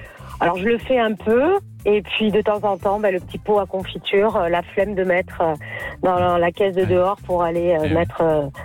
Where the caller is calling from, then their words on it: Le Beausset, Provence-Alpes-Côte d'Azur, France; J'habite au Bossé, à côté de Toulon.